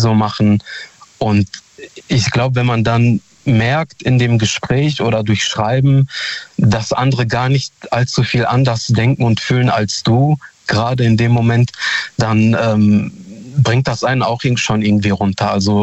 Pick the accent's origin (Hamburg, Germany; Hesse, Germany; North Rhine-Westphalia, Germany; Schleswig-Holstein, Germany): North Rhine-Westphalia, Germany; Hamm; hier ist der … ich komme aus Hamm.